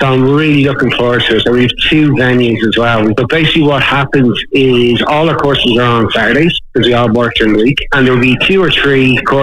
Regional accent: Ireland; the joys of being Irish, like, we're all storytellers

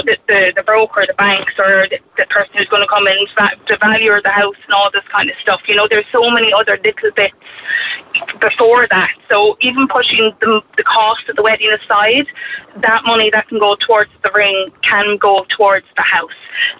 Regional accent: Munster, Ireland; now in Cork, Ireland; we to move up to Cork because of work and stuff. We're both from Kerry, but I kind of didn't want to move up

